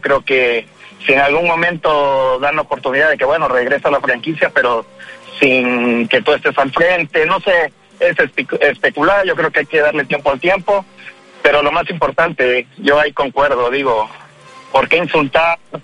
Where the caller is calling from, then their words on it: Veracruz, Mexico; yo lo digo como tiburón, como mexicano, como veracruzano, como persona que tuvo educación en casa